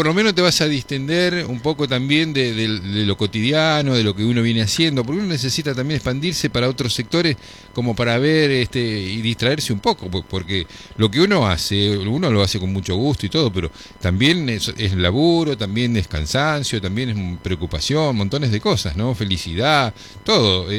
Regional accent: Buenos Aires, Argentina; moved away; yo soy de Capital Federal, vine hace 37 años, pero no soy un NIC.

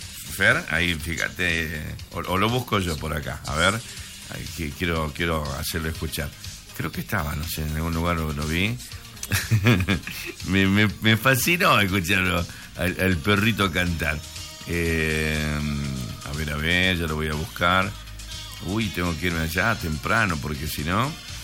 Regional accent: Campo Santo, Salta, Argentina; Comenzamos un grupo lindo de chicos ahí de mi pueblo Camposanto, algunos compañeros de colegio.

